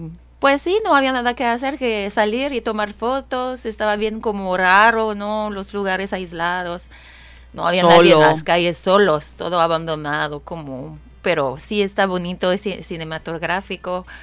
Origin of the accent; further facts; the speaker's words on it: France; Soy de Francia.